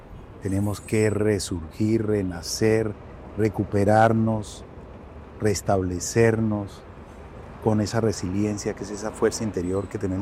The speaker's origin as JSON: {"language": "Spanish", "town": "Cali", "region": "Valle del Cauca", "country": "Colombia", "tie": "born or raised there", "also_born_or_lived": "Popayán", "said": "aunque no nací en Cali, nací en Popayán. Desde muy niño llegué a la ciudad, pero amo a esta ciudad."}